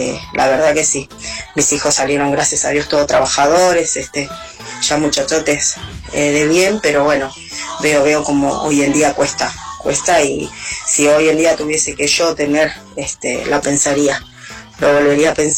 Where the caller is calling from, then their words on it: Casanova, Buenos Aires Province, Argentina; de Casanova